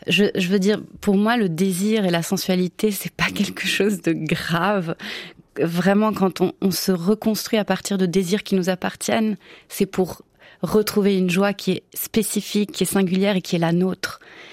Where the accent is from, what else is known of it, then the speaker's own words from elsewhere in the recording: Italy; first language Italian; French is a second language; moved away; je suis italienne à mon tour